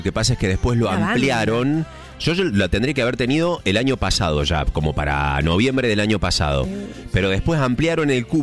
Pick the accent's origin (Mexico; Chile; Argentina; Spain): Argentina; Ushuaia, Tierra del Fuego; now in Cosquín, Argentina; Les comento, yo vengo de Ushuaia. Ajá. Y hace como un año y medio que estoy en Cosquín viviendo.